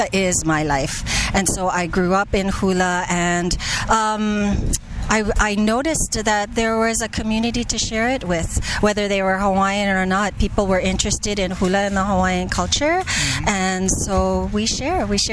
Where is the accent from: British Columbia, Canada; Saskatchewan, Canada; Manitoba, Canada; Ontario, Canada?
Ontario, Canada; Toronto; also born or lived in Philippines; even though I'm born in the Philippines, I grew up in Toronto